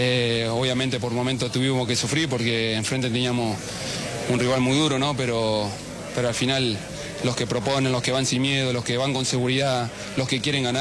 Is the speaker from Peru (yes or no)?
no; Argentina; Somos todos argentinos en este momento y todo lo que ellos pasan, lo que ellos viven, nosotros también lo vivimos.